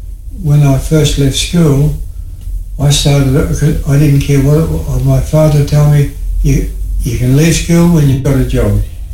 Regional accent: Crookwell, New South Wales, Australia; born there; I was born in Crookwell

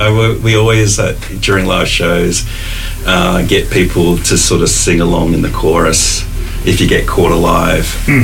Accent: Sydney, New South Wales, Australia; now in Shoalhaven, Australia; Yeah, and we're originally from Sydney, and we're now on the Shoalhaven.

